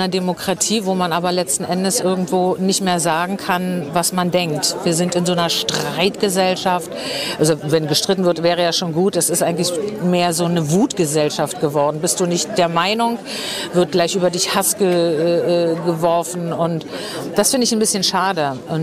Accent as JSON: {"language": "German", "region": "East Germany", "country": "Germany", "said": "Ich bin ein Kind der DDR."}